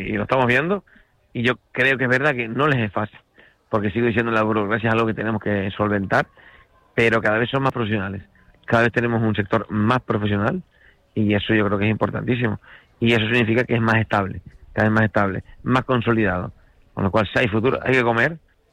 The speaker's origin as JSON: {"language": "Spanish", "town": "Isora", "region": "Canary Islands", "country": "Spain", "tie": "born or raised there", "said": "ahora mismo me encuentro en Isora ahora mismo. Bueno, Isora, el pueblo donde yo nací, soy nativo de aquí, del pueblo de Isora"}